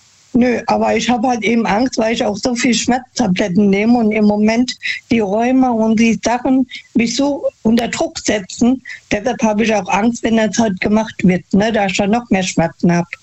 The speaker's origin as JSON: {"language": "German", "town": "Alsbach", "region": "Hesse", "country": "Germany", "said": "Aus Alsbach."}